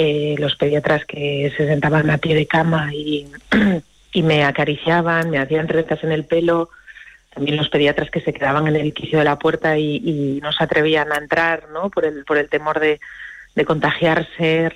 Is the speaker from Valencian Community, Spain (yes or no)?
no; Asturias, Spain; ingresé en el Hospital Central de Asturias, porque yo soy asturiana